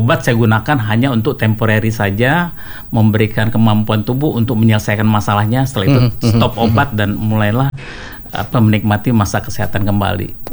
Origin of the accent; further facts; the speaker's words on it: Jakarta, Indonesia; also born or lived in Banda Aceh; Ya, tapi saya dari tahun 70 udah tinggal di Jakarta.